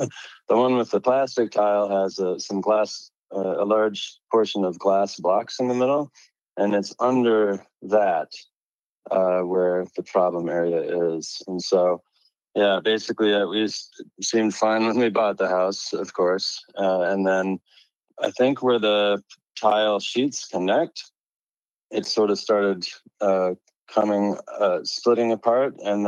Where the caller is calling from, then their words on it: Minneapolis, Minnesota, United States; I'm from Minneapolis, Minnesota.